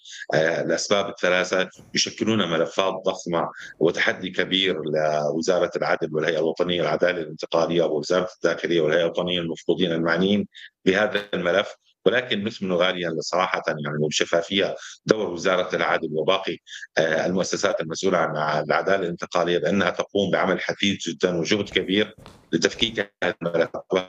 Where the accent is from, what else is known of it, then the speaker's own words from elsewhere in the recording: Syria; ننجو جميعا كسوريين